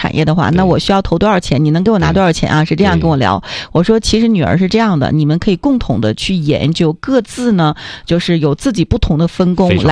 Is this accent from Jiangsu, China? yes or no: no; Jilin, China; 因为我们这个吉林人啊，有的时候特别有意思，就这么多年我们吉林人一直是外流的，